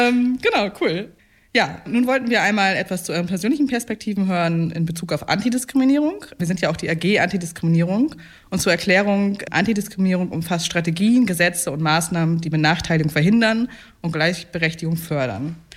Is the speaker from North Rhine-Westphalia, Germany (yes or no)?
no; Bremen, Germany; bin eine schwarze Frau, ich bin 37 Jahre alt und ebenfalls Teil der AG Antidiskriminierung. Ich bin auch in Bremen aufgewachsen